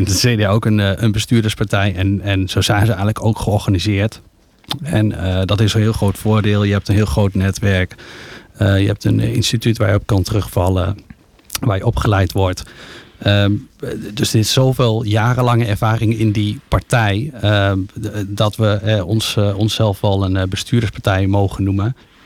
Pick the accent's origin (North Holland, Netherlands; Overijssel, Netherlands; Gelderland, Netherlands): Gelderland, Netherlands; Hummelo; also born or lived in Keppel; now in Zelhem, Netherlands; ik woon met mijn vrouw en drie kinderen in Zelle. Opgegroeid in Hummelo en Keppel.